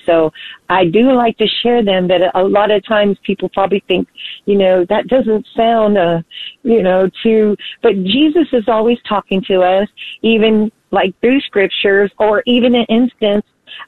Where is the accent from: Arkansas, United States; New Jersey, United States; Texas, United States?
Texas, United States; Houston; while in Houston, I was from Houston, I was visiting the Catholic Charismatic Center